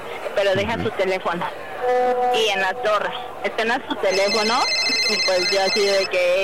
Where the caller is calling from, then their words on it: Mexico City, Mexico; De la Ciudad de México.